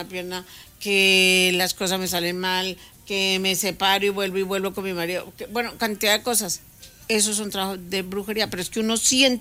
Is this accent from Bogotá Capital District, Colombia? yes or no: yes; Bogotá, Bogotá Capital District, Colombia; now in Spain; Yo no soy paisa. Las paisas son las que hablan. Yo soy colombiana, rola.